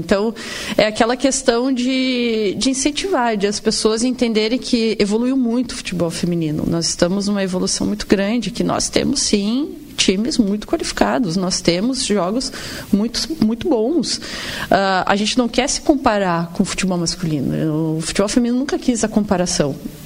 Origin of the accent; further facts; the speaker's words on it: Caxias do Sul, Rio Grande do Sul, Brazil; eu sou de Caxias